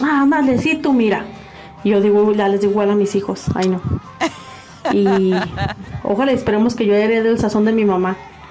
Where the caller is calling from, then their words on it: San Francisco del Rincón, Guanajuato, Mexico; Saludos desde San Francisco, Rincón, ….